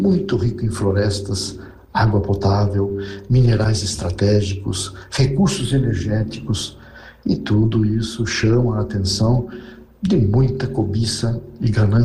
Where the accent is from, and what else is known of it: Brazil